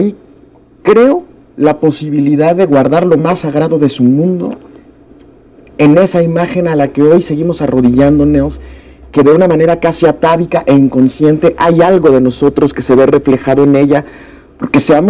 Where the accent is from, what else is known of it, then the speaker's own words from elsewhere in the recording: Mexico; este crisol de culturas que somos los mexicanos.